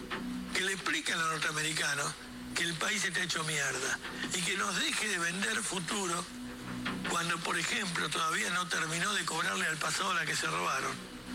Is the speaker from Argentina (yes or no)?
yes; Argentina; somos Argentina.